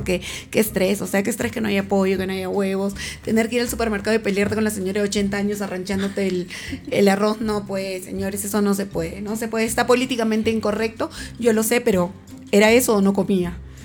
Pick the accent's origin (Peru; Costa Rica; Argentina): Peru; moved away as an adult; also born or lived in El Alto, Bolivia; porque soy peruana.